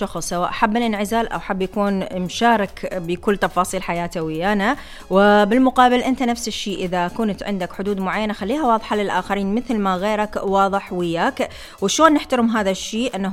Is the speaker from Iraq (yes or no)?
yes; Iraq